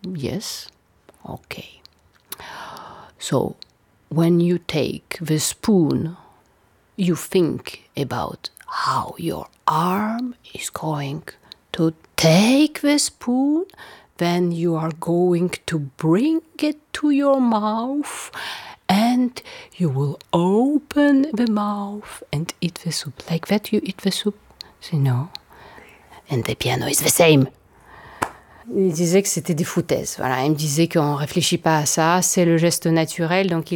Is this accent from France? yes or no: yes; France; accent: French; quand je parle allemand, j'ai un accent français